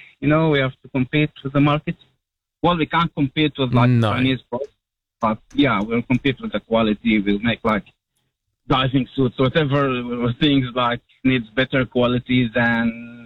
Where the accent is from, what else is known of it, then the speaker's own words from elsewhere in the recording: Jordan; I'm from Jordan, and it's totally different how the government like reacts to inflation and price hikes.